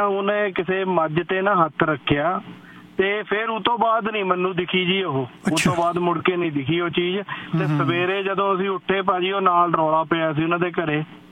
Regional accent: Punjab, India; ਮੈਂ ਭਾਜੀ ਮੇਰਾ ਪਿੰਡ ਰੋਪੜ ਨੇੜੇ ਹੈ।

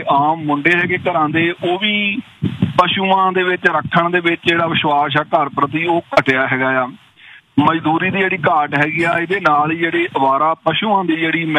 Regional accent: Punjab, India; moved away as an adult; ਮੈਂ ਕਾਫੀ ਹਿੱਸਾ ਇੱਥੇ ਕੱਢਿਆ

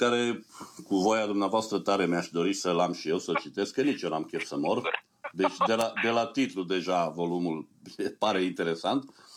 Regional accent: Cluj-Napoca, Cluj County, Romania; now in Montreal, Canada; Cluj-Napoca, satul meu drag, Clujul.

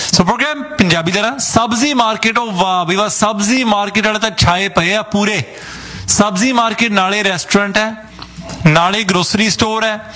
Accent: Punjab, India; ਜਿਹੜੇ ਆਪਾਂ ਤੁਸੀਂ ਚਲੋ ਦੁਆਬੇ ਵਾਲੇ ਹੋ ਅਸੀਂ ਮਾਲਵੇ ਵਾਲੇ

